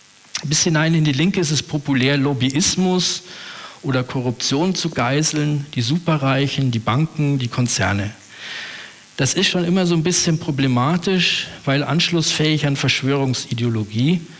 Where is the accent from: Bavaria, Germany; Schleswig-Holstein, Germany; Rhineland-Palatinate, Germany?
Bavaria, Germany; In Bayern, wo ich herkomme, ist die CSU immer schon die Arbeiterpartei gewesen seit 1945.